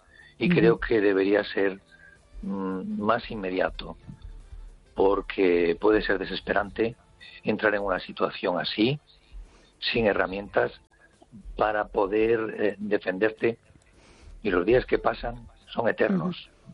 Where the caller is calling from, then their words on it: Barcelona, Catalonia, Spain; Te llamo desde Barcelona.